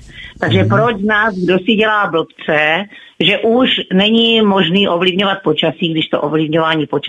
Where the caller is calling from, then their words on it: Otrokovice, Zlín Region, Czechia; z Otrokovic, vždycky jsem zdravila kluci z Plzně.